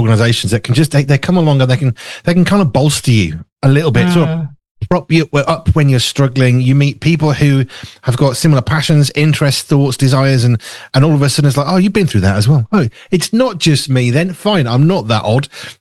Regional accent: Wolverhampton, West Midlands, United Kingdom; accent: Black Country; I mean, I grew up in Wolverhampton in the Midlands, not far from Birmingham. Went up to Manchester. It's not even 2 hours in the car, and yet the young people couldn't understand a single word I was saying.

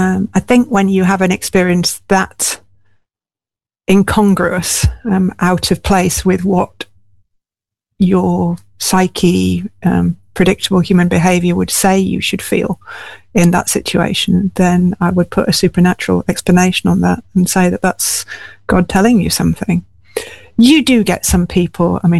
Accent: Hull, Yorkshire and the Humber, United Kingdom; I grew up in Hull. I went to state schools.

